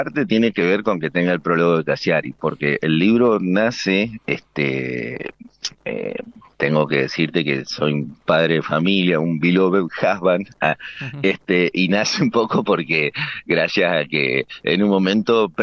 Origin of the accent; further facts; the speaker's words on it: Mendoza, Argentina; Creo que soy el único mendocino, o al menos me habría enterado antes que hay otro mendocino en la camada de escritores que vamos a salir ahora.